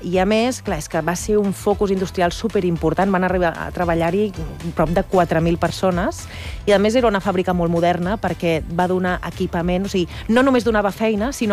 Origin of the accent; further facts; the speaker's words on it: Barcelona, Catalonia, Spain; és una ruta per Sant Andreu, que és el meu poble. Bueno, ja aniràs veient que jo sóc molt andreuenca, estic molt arrelada al meu poble.